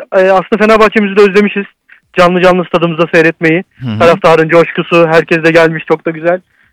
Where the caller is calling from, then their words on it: Antalya, Turkey; ben, Antalya'dan